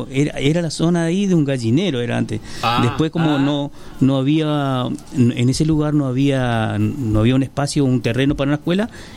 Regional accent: Reconquista, Santa Fe, Argentina; now in Villa Ocampo area (Román), Argentina; Yo no soy de Román, de Reconquista, pero ya estoy viviendo acá.

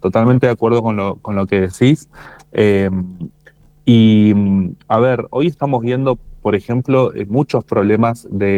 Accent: Santa Fe, Argentina; soy santafesino.

